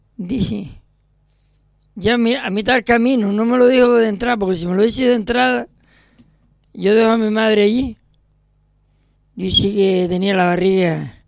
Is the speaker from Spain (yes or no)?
yes; Canary Islands, Spain; born there; cuando me tuvo a mí, allá abajo en el San Martín, en el Hospital San Martín, de los pocos que había en aquella época, porque 60 años, bueno, 61